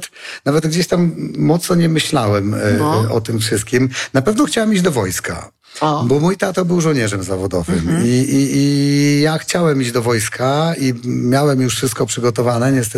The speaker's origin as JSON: {"language": "Polish", "town": "Suwałki", "region": "Podlaskie Voivodeship", "country": "Poland", "tie": "born or raised there", "said": "Ja rzeczywiście pochodzę z Suwałk. Jest nie tak strasznie daleko, tak, czyli z nad Czarnej Hańczy"}